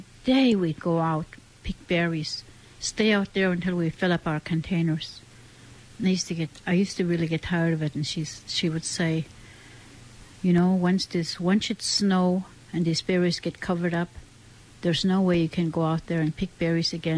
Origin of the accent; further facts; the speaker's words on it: Huslia, Alaska, United States; And in growing up in Huslia, the cranberries is right there on the hill.